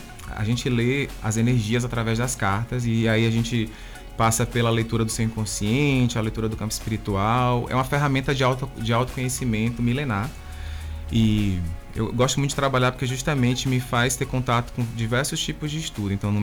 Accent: Itabuna, Bahia, Brazil; Isso, nasci e me criei aqui no São Caetano.

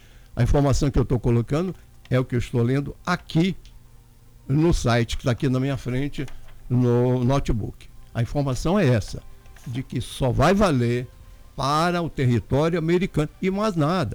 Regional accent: Rio de Janeiro, Brazil; born there; moved away; o Rio de Janeiro, o estado onde eu nasci.

